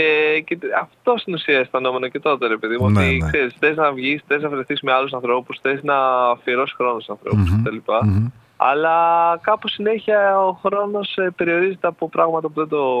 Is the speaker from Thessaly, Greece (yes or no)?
yes; Larissa, Thessaly, Greece; now in Athens, Greece; Είμαι από τη Λάρισα.